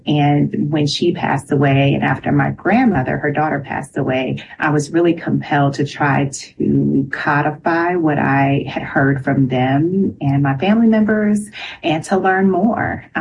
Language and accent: English; Nashville, Tennessee, United States; We are in Nashville. I was raised in Nashville. I have all kinds of relatives that are still there.